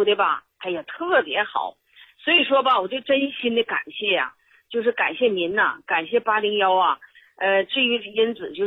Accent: Northeast China, China; 哎，我这东北人呐，咱们东北人说话吧，他就是直

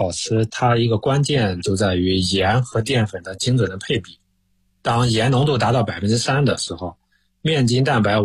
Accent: Shandong, China; 我是山东人

